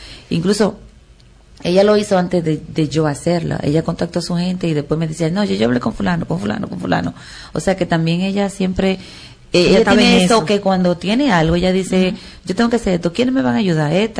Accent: Concepción de la Vega, La Vega, Dominican Republic; como yo soy de la Vega, yo sé que es Concepción de la Vega, uh-huh, que se llama

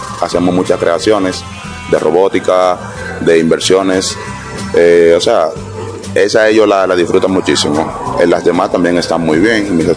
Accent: Las Caobas, Santo Domingo, Dominican Republic; vengo de Las Caobas.

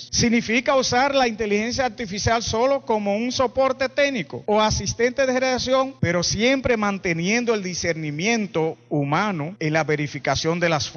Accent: Dominican Republic

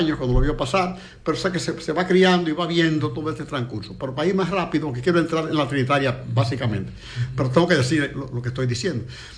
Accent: Dominican Republic; los haitianos nos invaden. Vienen de aquel lado, invaden lo que era la parte española, que somos hoy República Dominicana, y entonces por 22 años nos gobernaron.

